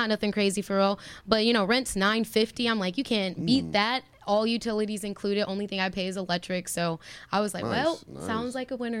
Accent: Illinois, United States; moved away as an adult; now in Racine, United States; So I'm actually from Illinois. I just moved out here to Wisconsin. Nice. In Racine about 2 years ago.

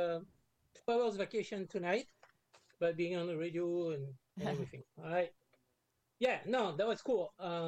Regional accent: Marseille, Provence-Alpes-Côte d'Azur, France; Look, I'm from Marseille, right? Marseille, south of France.

